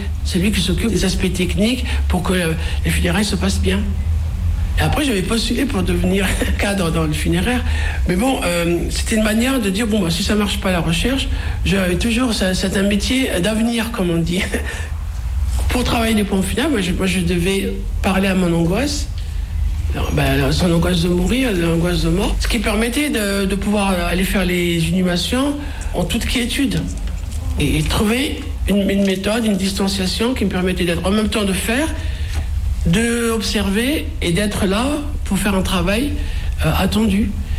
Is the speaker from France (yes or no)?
no; Skikda, Skikda Province, Algeria; born there; Je suis né en Algérie, à Skida, en 1963, ex-Philippeville.